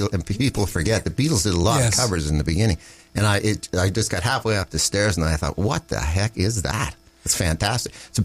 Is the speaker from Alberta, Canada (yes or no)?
no; Scarborough, Ontario, Canada; And you know, I grew up in Scarborough. And I mention that because, you know, there was a lot of music in our house